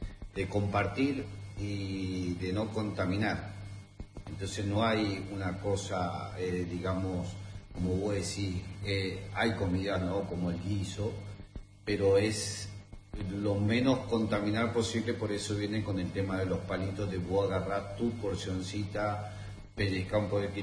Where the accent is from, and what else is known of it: Mendoza, Argentina; born there; also born or lived in Korea